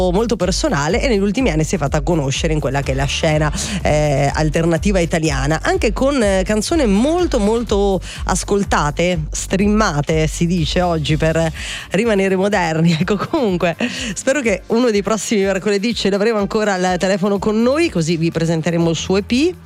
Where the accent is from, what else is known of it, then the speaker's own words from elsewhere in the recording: Friuli-Venezia Giulia, Italy; quella terra, che è anche la mia terra in realtà, e che in qualche modo secondo me ha segnato anche chi è nato quell'anno, perché tutti noi che siamo nati nel 1976 siamo sempre chiamati come quelli nati l'anno del terremoto in Friuli Venezia